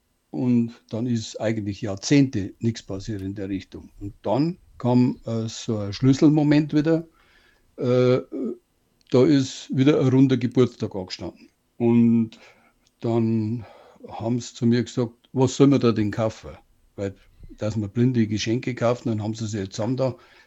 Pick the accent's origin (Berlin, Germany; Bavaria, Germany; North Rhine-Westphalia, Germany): Bavaria, Germany; accent: Bavarian; first language Bavarian; in meiner Muttersprache bayerisch besser.